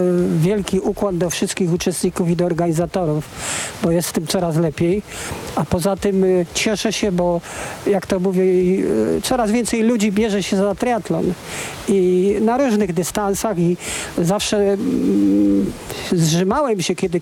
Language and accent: Polish; Kraków, Lesser Poland, Poland; accent: Kraków; jak ja to mówię po krakowsku